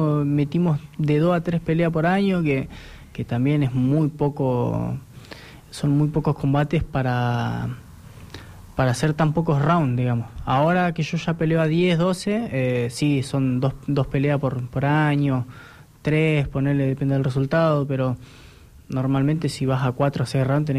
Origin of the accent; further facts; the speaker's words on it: Trelew, Chubut, Argentina; Somos tres de Trelew